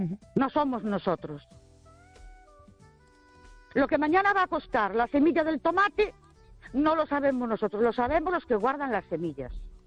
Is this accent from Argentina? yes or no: no; Ourense, Galicia, Spain; Buenas noches … de Orense.